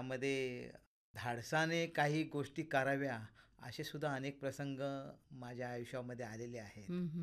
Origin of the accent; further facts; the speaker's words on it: Ambeshet, Maharashtra, India; माझं गाव आंबेशेत आणि आंबेशेत गावामध्ये बालपणापासून अगदी कॉलेजच्या जीवनापर्यंत मी गावामध्ये राहिलेलो आहे